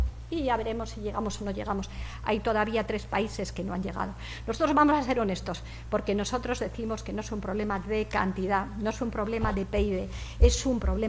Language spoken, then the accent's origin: Spanish; Spain; el orgullo que para mí supone como española